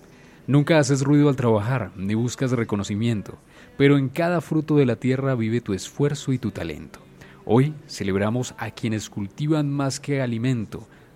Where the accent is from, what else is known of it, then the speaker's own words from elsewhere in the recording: Colombia; gracias a la vida porque soy colombiano.